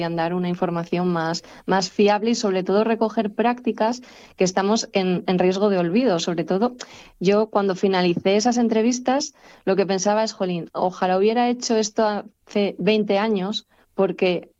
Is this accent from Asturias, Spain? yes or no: yes; Ribadesella, Asturias, Spain; Ya me centré un poco más en el descenso del Sella, ya que yo soy de Ribadesella